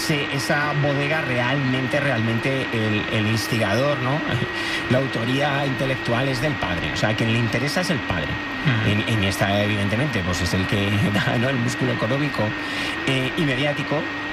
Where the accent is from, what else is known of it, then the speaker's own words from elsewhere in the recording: Leganés, Community of Madrid, Spain; aunque criado en Leganés, yo no le tengo especial jerita al Getafe.